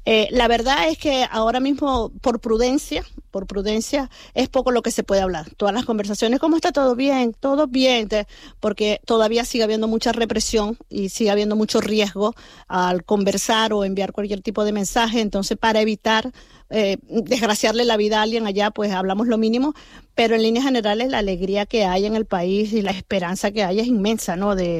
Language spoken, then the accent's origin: Spanish; Venezuela; moved away as an adult; now in Canary Islands, Spain; venezolana de pura cepa